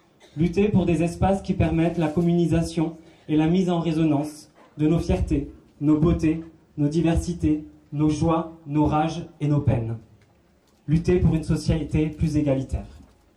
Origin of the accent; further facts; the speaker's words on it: Toulouse, Occitanie, France; comme on vient de Toulouse